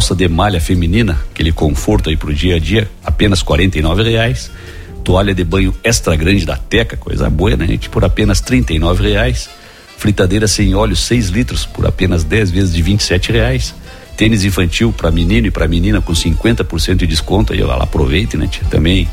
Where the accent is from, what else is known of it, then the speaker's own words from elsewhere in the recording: Rio Grande do Sul, Brazil; Quando saímos aí, a gente sabe que a gente fica mais gaúcho ainda, né?